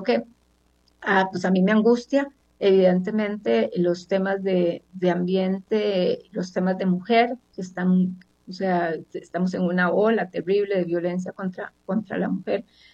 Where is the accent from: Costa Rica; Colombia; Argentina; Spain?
Costa Rica; Yo les pido de corazón como costarricense